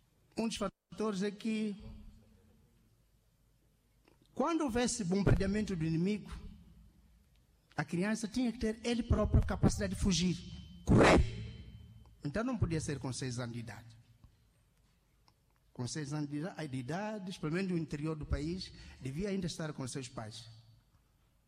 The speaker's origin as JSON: {"language": "Portuguese", "town": "Mueda", "region": "Cabo Delgado", "country": "Mozambique", "tie": "born or raised there", "said": "sou natural de Moeda. Há uma aldeia que se chama Mikalale, no posto administrativo de Mboa."}